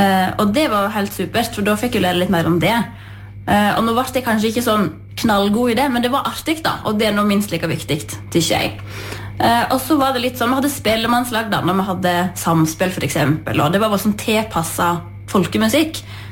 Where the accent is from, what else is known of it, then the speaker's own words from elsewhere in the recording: Jøstedalen, Vestland, Norway; Jeg kommer fra Jøstedalen, og jeg har vokst opp på Myklemyr. Og der bodde jeg helt til jeg var 16, I lag med foreldre og en bror